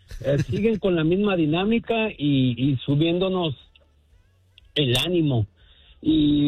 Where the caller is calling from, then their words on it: Tijuana, Baja California, Mexico; de Tijuana, solamente … para comunicarles que...